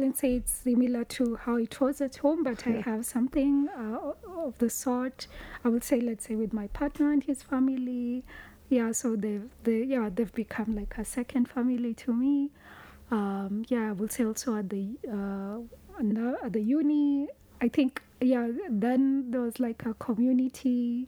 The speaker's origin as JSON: {"language": "English", "region": "Western", "country": "Kenya"}